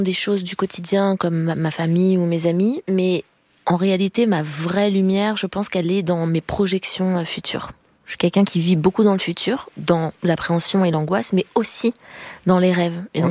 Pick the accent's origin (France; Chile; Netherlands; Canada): France; Paris, Île-de-France; Moi, vraiment à Paris. Voilà, parisienne, je suis née voilà, dans le Paris même.